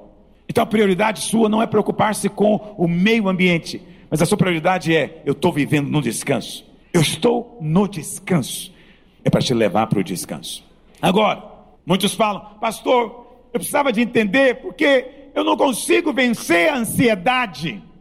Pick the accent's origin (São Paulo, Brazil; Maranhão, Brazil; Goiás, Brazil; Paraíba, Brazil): Goiás, Brazil; moved away; Lá em Goiás a gente passa pedra para arear a panela.